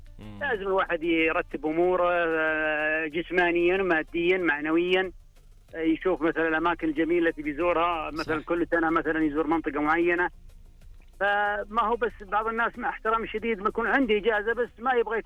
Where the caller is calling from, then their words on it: Riyadh, Riyadh Province, Saudi Arabia; أنا كلمك حاليا من الرياض، بس كنت في جولة على المنطقة الجنوبية حوالي 22 يوم تقريبا.